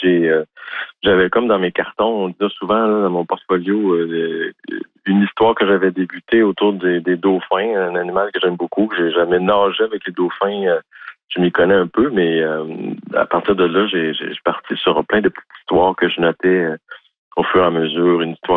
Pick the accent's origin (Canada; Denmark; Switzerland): Canada; Quebec; accent: Québécois; Mais je voulais vraiment te donner le langage québécois. Pour moi, c'est important